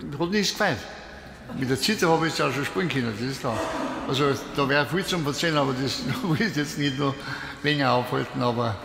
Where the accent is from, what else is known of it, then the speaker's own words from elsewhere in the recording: Tyrol, Austria; Ich selber stamme ja aus dem Tirolischen.